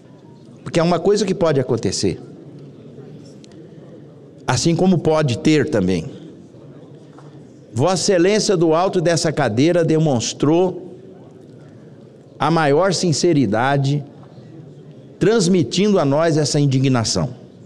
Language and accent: Portuguese; Mato Grosso do Sul, Brazil; no humilde senador que sou, do Pantanal, do Mato Grosso do Sul